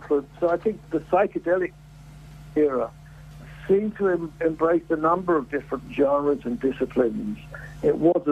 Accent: London, United Kingdom; the 1960s was a very good time to be growing up in London.

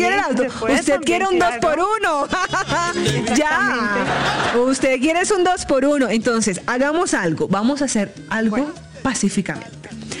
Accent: Caribbean Region, Colombia; yo soy la costeña menos vallenatera que existe.

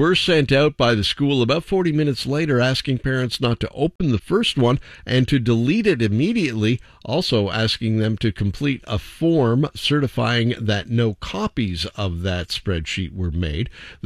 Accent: Canada; say, I'm not American. I'm Canadian.

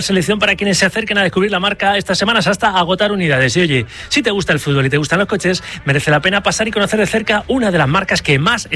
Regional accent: Spain; como somos los españoles así, de blancos y negros

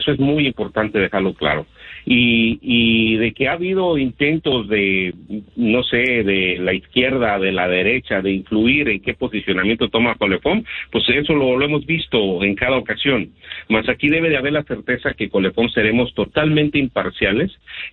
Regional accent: Mexico; ni siquiera nos sientan en la mesa como comunidad mexicana migrante para que escuchen nuestra posición. Sí, entonces es un extrañamiento para directo a nuestra presidenta y a nuestros legisladores.

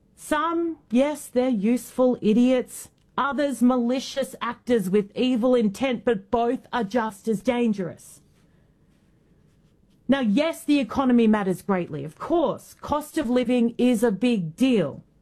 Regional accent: Australia; Yes, I'm an Aussie. I need you at the top of your game, or my country's screwed. And let's not start on what my government's doing.

